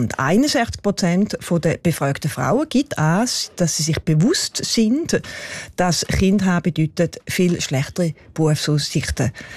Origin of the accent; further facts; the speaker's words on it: Switzerland; Und Bauchweh macht auch das Tempo, mit dem es runtergeht, bei uns in der Schweiz.